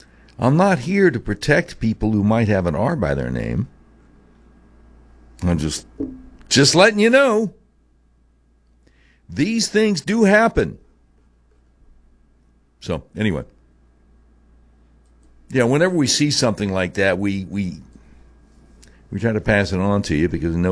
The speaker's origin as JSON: {"language": "English", "town": "Charlotte", "region": "North Carolina", "country": "United States", "tie": "born or raised there", "said": "right up the street from where I grew up in Charlotte"}